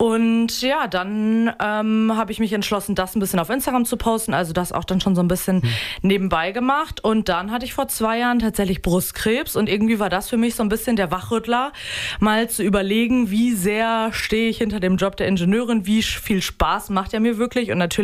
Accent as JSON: {"language": "German", "region": "North Rhine-Westphalia", "country": "Germany", "tie": "born there", "said": "weil irgendwie dachte ich als gebürtige NRWlerin immer, ah ja, da oben ist ja alles flach und jetzt ist hier der Teutoburger Wald"}